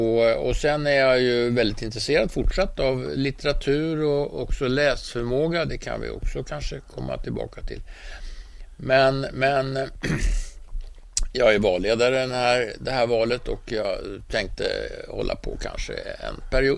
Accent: Stockholm, Stockholm County, Sweden; also born or lived in Tyresö; Men jag är uppväxt på Kungsholmen, där han ju bodde tillsammans med sin pappa och så. Och jag har gått i Kungsholms gymnasium. Jag har också bott i kollektivhuset på John Erikssonsgatan 6

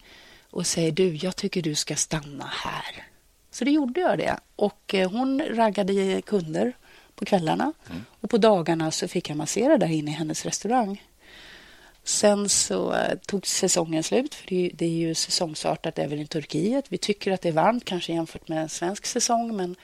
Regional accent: Stockholm, Stockholm County, Sweden; Så född och uppvuxen i Bredäng.

